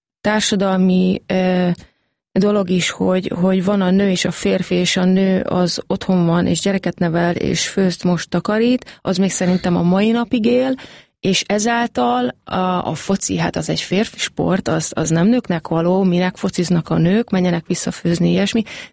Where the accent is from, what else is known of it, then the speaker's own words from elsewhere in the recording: Hungary; moved away; Amikor ide hazajöttem, a saját hazámba, ahonnan származok